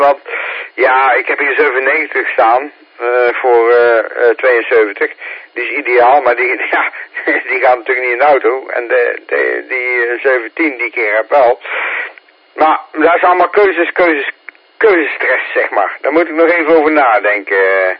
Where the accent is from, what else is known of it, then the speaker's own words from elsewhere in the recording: 's-Hertogenbosch, North Brabant, Netherlands; born there; dat is waar ik geboren ben. Toevallig. Dus ik ken dat gebied heel goed.